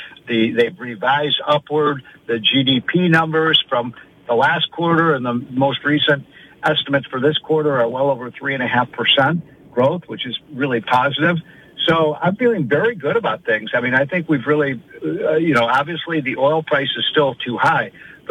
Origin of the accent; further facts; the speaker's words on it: Illinois, United States; New York, New Jersey, California, my home state of Illinois, Connecticut, Massachusetts, runaway costs.